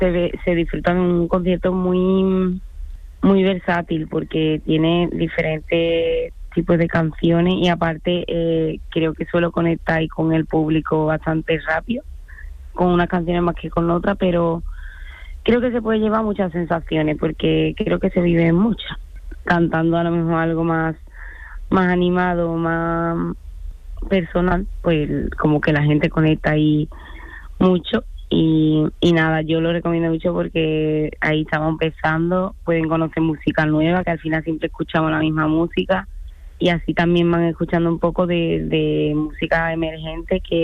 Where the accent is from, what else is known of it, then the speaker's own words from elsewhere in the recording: Chipiona, Andalusia, Spain; moved away as an adult; now in Madrid, Spain; yo soy de Chipiona